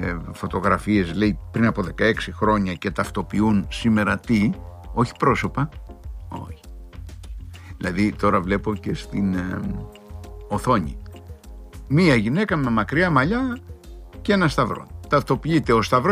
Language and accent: Greek; Crete, Greece; στο χωριό μου, στην Κρήτη